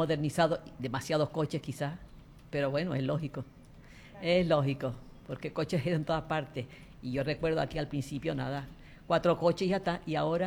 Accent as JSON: {"language": "Spanish", "town": "Puerto de la Cruz", "region": "Canary Islands", "country": "Spain", "tie": "born there", "said": "Sí, yo nací en el Puerto de la Cruz."}